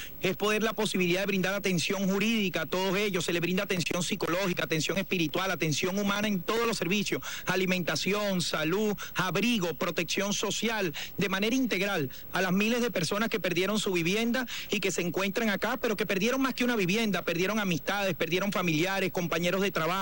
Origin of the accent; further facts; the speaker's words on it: La Guaira, Venezuela; si quedamos vivos aquí muchos guaireños